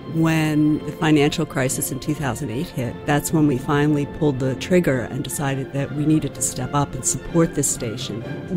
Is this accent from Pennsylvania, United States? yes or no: yes; Langhorne, Pennsylvania, United States; We're from Langhorne, PA, and we are proud members